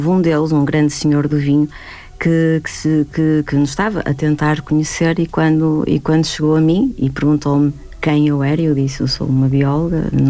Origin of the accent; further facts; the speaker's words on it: Braga, Norte, Portugal; Eu não nasci no meio da vinha, não fui criada no meio da vinha, eu sou de Braga.